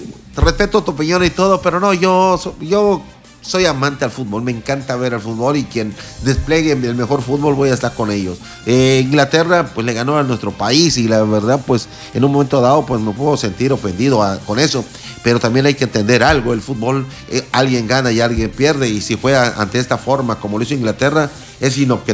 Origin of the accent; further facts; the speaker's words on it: Mexico; Yo como aficionado al fútbol y como mexicano